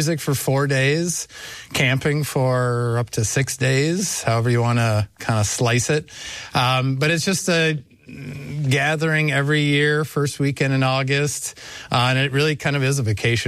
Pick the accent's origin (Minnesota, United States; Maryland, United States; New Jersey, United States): Minnesota, United States; Minnetonka; also born or lived in Vermont / New York / California; Well, I grew up in Minnetonka, Minnesota, until I was 18. Moved away for college, lived in the Northeast between Vermont and New York for 7 years, and then out in California for another 9 or 10 years, and then moved back with my family.